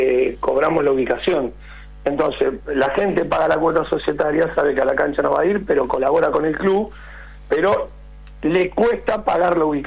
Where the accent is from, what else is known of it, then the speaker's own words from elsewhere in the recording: Argentina; Somos argentinos y la claro. verdad que es algo increíble lo que tenemos que hacer, ¿no?